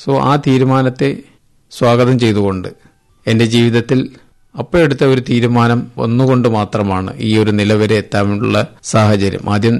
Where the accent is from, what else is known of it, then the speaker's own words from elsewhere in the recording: Agatti, Lakshadweep, India; now in Kavaratti, India; ഞാൻ അഗത്തി ദ്വീപ് സ്വദേശിയാണ്. ഇപ്പോൾ ലക്ഷദ്വീപിലെ പോസ്റ്റൽ ഇൻസ്പെക്ടറായി കവരത്തിയിൽ ജോലി ചെയ്തു വരുന്നു.